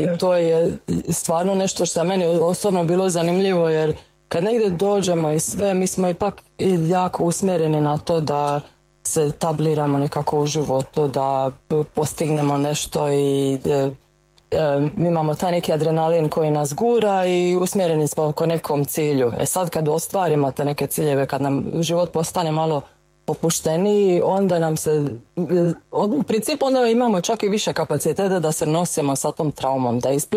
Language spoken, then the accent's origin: Croatian; Šibenik, Šibenik-Knin County, Croatia; moved away as an adult; also born or lived in Zagreb; now in Sydney, Australia; Ja sam inače iz Šibenika, a onda sam otišla studirati na Filozofski fakultet psihologije u Zagrebu, gdje sam to završila i počela raditi. I onda, eto, igrom slučaja zaljubila se u Sarajliju i odlučila krenuti za njim u Sydney i doći u Australiju